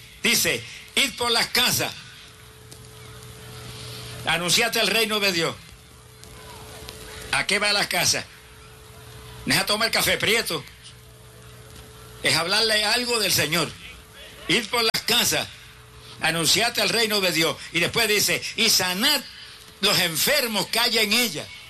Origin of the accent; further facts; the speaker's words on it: Camuy, Puerto Rico; me dio el lugar más preparado que había en mi pueblo de Camuy, que la gente no se atrevía ni a entrar ahí.